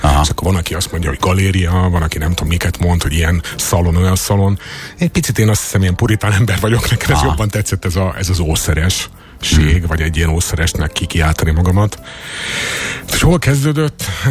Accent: Budapest, Hungary; én itt a 11. körületben nőttem föl

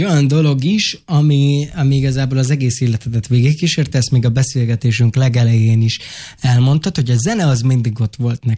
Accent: Hungary; magyarországi roma vagyok

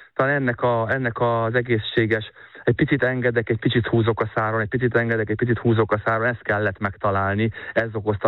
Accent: Hungary; moved away; egy kis magyar gyerekként azért a magyar bajnokságból elindulva

